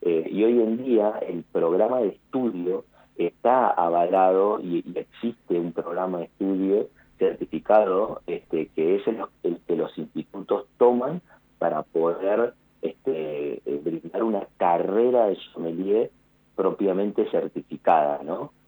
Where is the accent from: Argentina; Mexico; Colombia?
Argentina; nosotros como argentinos obviamente somos muy orgullosos de nuestros vinos